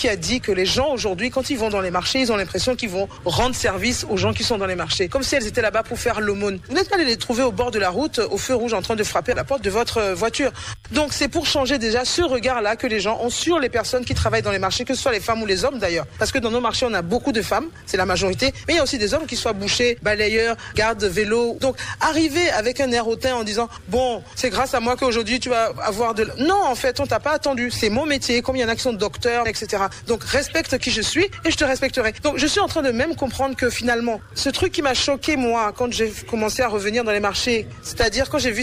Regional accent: Benin; On va commencer avec le Bénin parce que je suis béninoise, née, grandie ici.

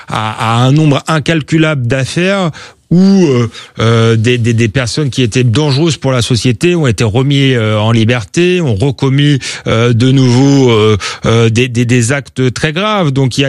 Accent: Épinay-sur-Seine, Île-de-France, France; je suis pas d'un milieu pauvre, mais en tout cas d'un milieu modeste. J'ai grandi en banlieue, à Épinay-sur-Seine. Mes parents étaient petits commerçants.

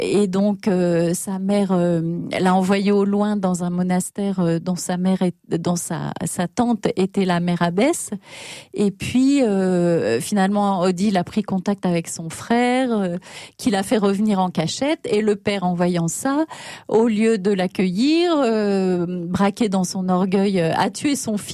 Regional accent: Grand Est, France; Je ne suis pas alsacienne, je suis lorraine, ce qui est très différent.

